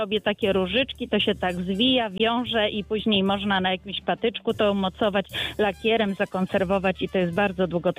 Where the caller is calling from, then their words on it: Stary Wielisław, Lower Silesian Voivodeship, Poland; Ja jestem z okolicy Polanicy Zdrój, Stary Wielisław dokładnie.